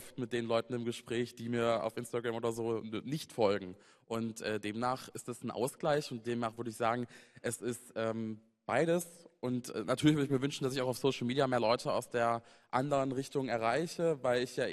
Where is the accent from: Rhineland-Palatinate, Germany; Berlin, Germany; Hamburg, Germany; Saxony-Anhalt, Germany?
Saxony-Anhalt, Germany; ich meine, ich komme ja aus dem Saalekreis, ich komme ja aus einer Region, in der jetzt der Mainstream jetzt nicht so der ist wie in der Bundespolitik